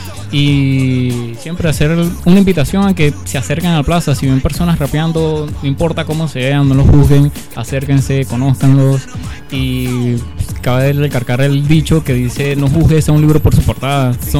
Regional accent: Los Guayos, Carabobo, Venezuela; Somos aquí un joven de 21 años del municipio de Los Guayos, mayormente ubicados en la comunidad de Roble, aquí representando desde lo más lejos en Tocuyort.

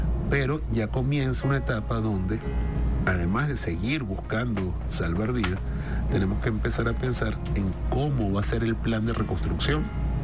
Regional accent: Venezuela

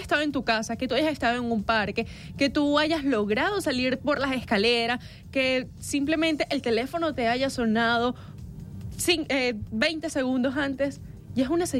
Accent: Venezuela; Jamás como venezolanos hemos estado solos.

